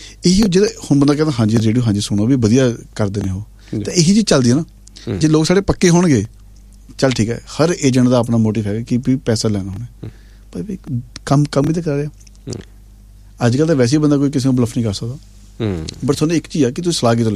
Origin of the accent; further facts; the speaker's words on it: Patiala, Punjab, India; ਮੈਂ ਖੁਦ ਪਟਿਆਲੇ ਤੋਂ ਹਾਂ, ਮੈਂ ਪੰਜਾਬੀ ਐਮ ਐਫ ਹਾਂ ਨਾ